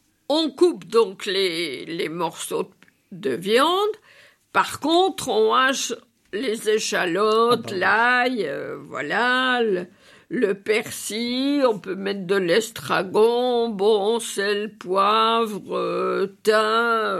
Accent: Nancy, Grand Est, France; Moi, je suis de Nancy, mais ma grand-mère est vosgienne.

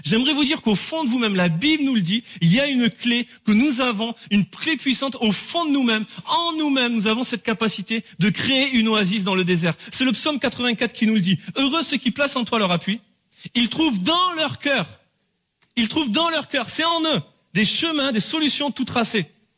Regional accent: France; Et les amis, on est français, pour la grande majorité d'entre nous, en tout cas on est en France.

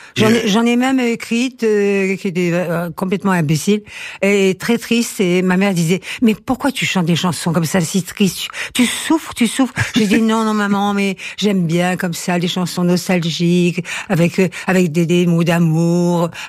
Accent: Algeria; moved away as an adult; now in Paris, France; j'ai fait mes études en Algérie

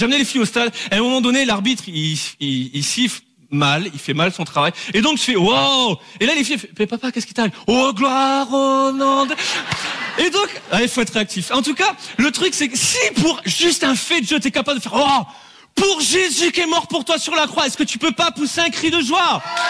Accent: France; Et les amis, on est français pour la grande majorité d'entre nous. En tout cas, on est en France.

